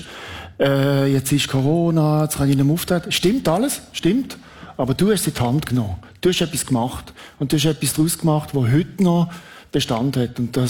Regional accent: Switzerland

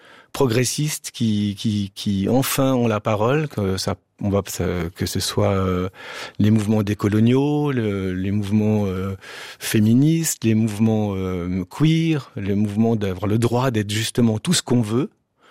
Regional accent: Switzerland; now in France; ça fait donc 25 ans, 20 ans que je suis en France. Je suis un Suisse en France et chaque fois que je dis que je suis Suisse

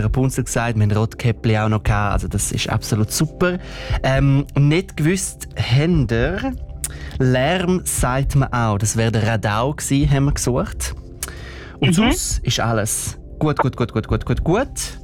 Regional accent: Graubünden, Switzerland; Als Bündner Oberländer kann ich

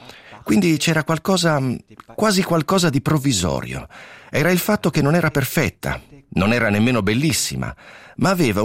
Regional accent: Aarberg, Bern, Switzerland; born there; Siamo nati ad Arberg, nel Canton Berna. La città più vicina era Bienne, dove c'era il Film Podium.

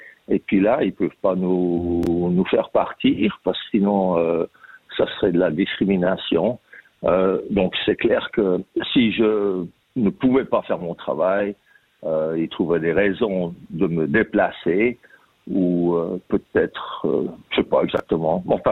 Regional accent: Lausanne, Vaud, Switzerland; moved away as an adult; now in Australia; Mais ouais, j'ai grandi à Lausanne, à Crissier, et puis... Puis je suis venu ici en Australie après avoir fait un tour du monde et puis qu'on a décidé avec ma femme de venir nous établir en Australie.

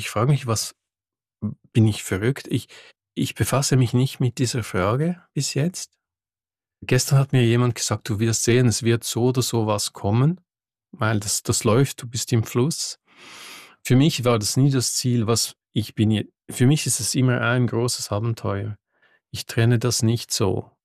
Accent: Switzerland; Ich bin am Genfersee aufgewachsen

